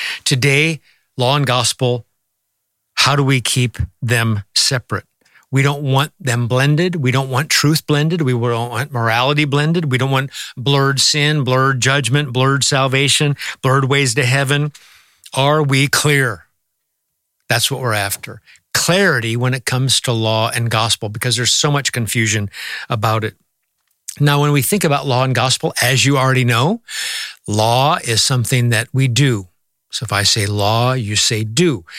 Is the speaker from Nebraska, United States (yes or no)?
yes; Nebraska, United States; When I was a kid growing up in Nebraska